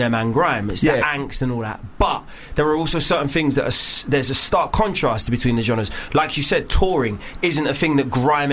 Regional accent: Nigeria; I'm Nigerian.

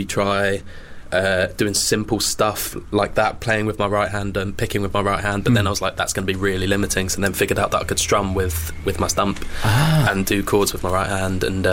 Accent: Swanley, South East England, United Kingdom; Yeah, just kind of on the border of South East London and Kent, yeah.

